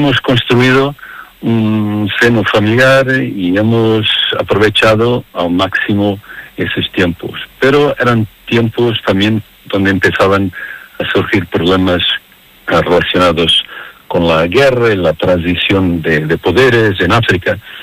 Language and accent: Spanish; Portugal; Spanish is a second language; now in Torrelavega, Spain; me siento como si Torrelavega forma parte de mí, y siendo portugués eso también me da un chute de alegría